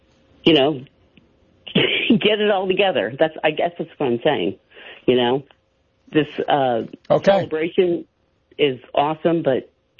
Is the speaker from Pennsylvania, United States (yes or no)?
yes; Pennsylvania, United States; You know, I'm from the Philadelphia region. My ancestors were Irish and Native American, the Seminole tribe.